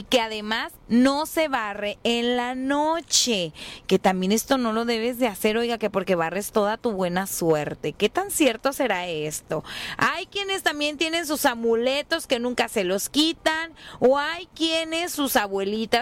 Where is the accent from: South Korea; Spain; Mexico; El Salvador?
Mexico; somos los mexicanos.